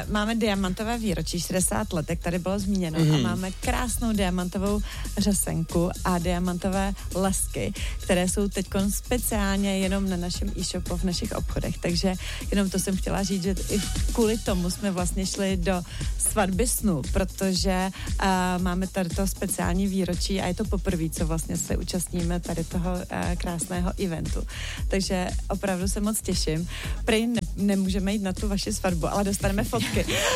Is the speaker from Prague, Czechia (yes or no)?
yes; Prague, Czechia; Já jsem taky z Prahy 6